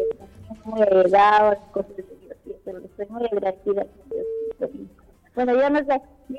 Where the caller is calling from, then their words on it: Quiché, Guatemala; Yo soy del Quiché.